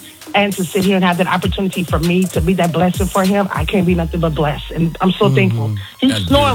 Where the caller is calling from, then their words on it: Houston, Texas, United States; I'm calling from H-Town, Texas.